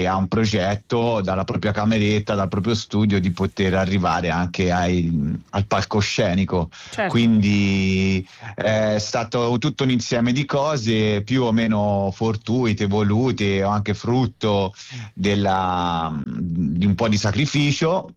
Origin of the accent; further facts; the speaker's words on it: Tuscany, Italy; cioè io chiamo babbo, sono toscano